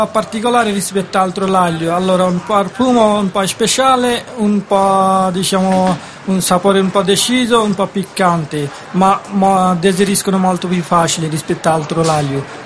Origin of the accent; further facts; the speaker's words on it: Bangladesh; Italian is a second language; now in Italy; Io non sono italiano, vengo dal Bangladesh, fare un'azienda qui, un po' di difficoltà, diciamo, sì.